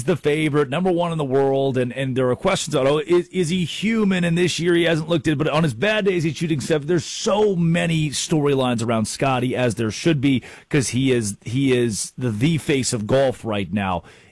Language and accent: English; Arkansas, United States; Growing up in Arkansas, you know, Omaha was kind of the way of life.